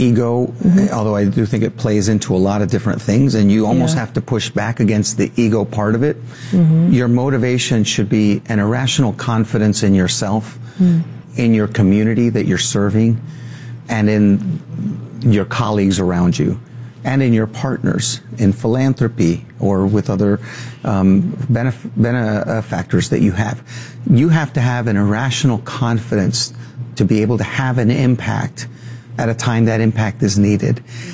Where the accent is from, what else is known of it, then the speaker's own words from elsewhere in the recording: Washington, District of Columbia, United States; They've all been in Washington, D.C., which is my hometown.